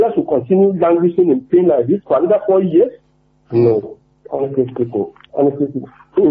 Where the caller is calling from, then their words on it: Hong Kong; I'm calling from Hong Kong.